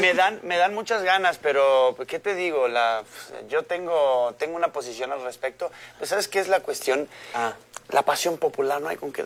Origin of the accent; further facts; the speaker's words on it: Argentina; Sí, y yo como argentino lo sé